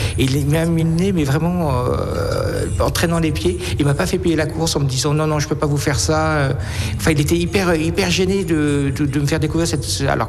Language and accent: French; France; Donc, je me sentais presque un petit peu concerné en tant que Français par La Hacienda